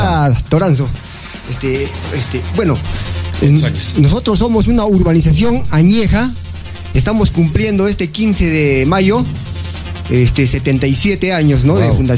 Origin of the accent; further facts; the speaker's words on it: Arequipa, Peru; Nosotros somos hijos de fundadores. Y en ese sentido, Pachacute se ha fundado un 15 de mayo de 1949, ¿no? Tenemos 77 años.